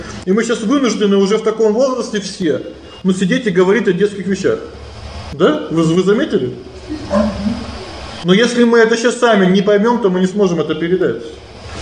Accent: Khabarovsk, Khabarovsk Krai, Russia; born there; Я родился в Хабаровске, где я сейчас живу непонятно.

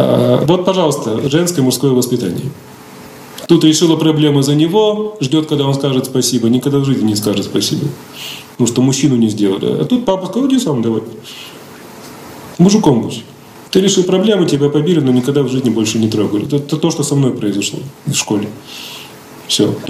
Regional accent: Komsomolsk-on-Amur, Khabarovsk Krai, Russia; Я вырос в Комсомольске-на-Амуре. Это город, который был построен на месте Амурлага. ГУЛАГ, Амурлаг. Там было 8 зон.

